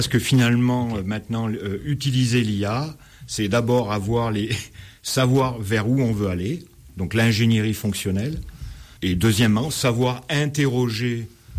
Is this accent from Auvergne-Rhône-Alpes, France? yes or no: yes; Valence, Auvergne-Rhône-Alpes, France; born there; Mais bon, les hasards de la vie ont fait que je suis revenu dans ma ville natale et à partir du moment où j'ai créé mon entreprise, bon, j'étais un petit peu sédentarisé, on va dire.